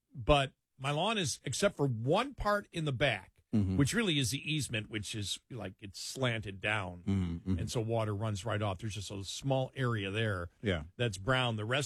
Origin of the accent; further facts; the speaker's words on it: Buffalo, New York, United States; somebody who grew up in Buffalo, where the temperature probably now is 75 degrees